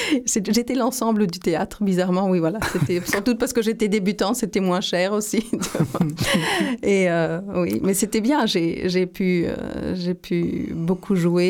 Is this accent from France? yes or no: no; Austria; also born or lived in Germany; now in Vienna, Austria; je suis comédienne, je suis franco-autrichienne, j'ai grandi en Autriche, ma maman est française. Donc voilà, oui, je suis bilingue, j'ai fait mes études de théâtre à Vienne aussi, et puis ensuite je suis partie en Allemagne